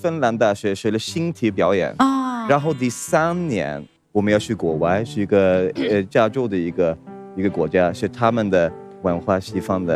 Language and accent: Chinese; Stockholm, Stockholm County, Sweden; Chinese is a second language; moved away as an adult; also born or lived in Beijing; 我是斯德哥尔摩人。